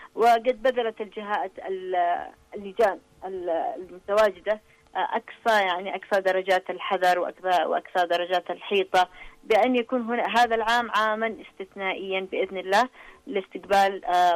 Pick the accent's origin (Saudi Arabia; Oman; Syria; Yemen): Yemen; الحضور المشرف والحضور الكبير الذي يليق بنا كيمنيين